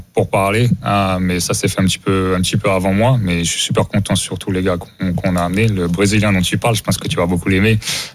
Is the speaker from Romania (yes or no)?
no; France; now in United States; j'ai grandi en France